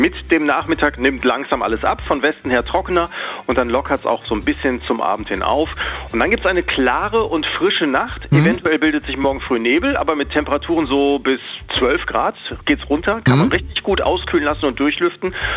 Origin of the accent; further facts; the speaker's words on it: Australia; also als Australier hätte ich aber Probleme, da aufs Tor zu schießen.